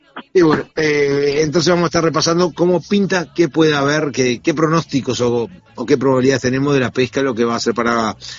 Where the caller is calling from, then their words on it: Soca, Canelones, Uruguay; me encanta ir a buscar zarzamora ahí en mi pueblo, en la zona de Soca